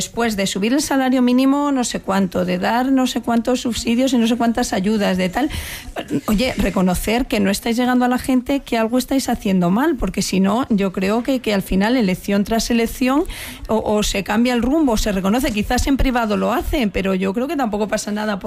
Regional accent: Castilla-La Mancha, Spain; yo que soy castellano manchega

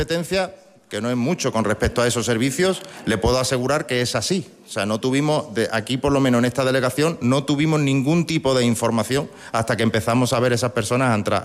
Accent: Ceuta, Spain; Mire, aparte de representante del gobierno de Ceuta, soy ceutí y soy perfectamente consciente de esa inquietud

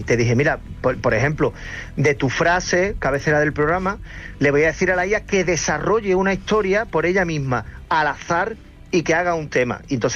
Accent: Cádiz, Andalusia, Spain; pues que yo soy de Cádiz y decir Massachusetts me cuesta, ¿eh?

